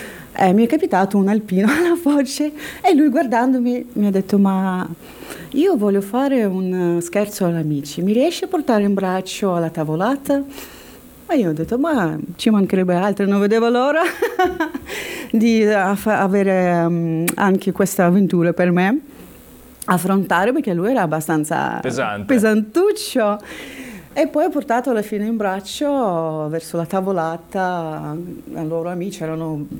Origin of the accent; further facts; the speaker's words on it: Russia; Italian is a second language; Perché sono russa